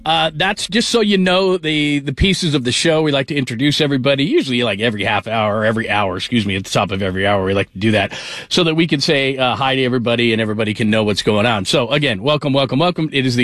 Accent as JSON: {"language": "English", "region": "California", "country": "United States", "said": "Joey's from the Bay Area. I'm from the Bay Area."}